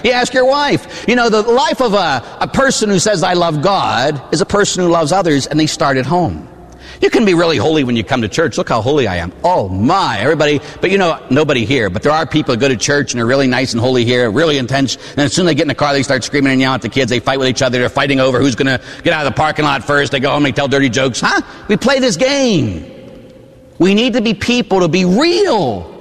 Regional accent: Pittsburgh, Pennsylvania, United States; I grew up in Pittsburgh, huh?

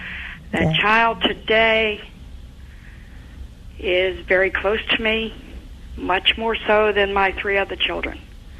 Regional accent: Virginia, United States; I'm from Virginia.

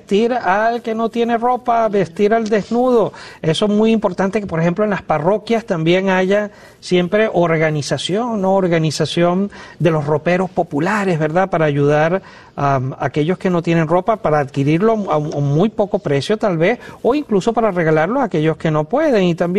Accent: Venezuela; born there; moved away; el país donde yo nací, en Venezuela

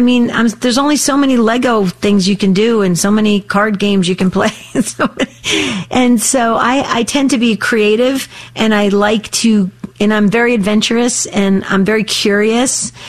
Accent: New Jersey, United States; now in Arizona, United States; This is when I grew up in Jersey. We don't have any grass in Arizona.

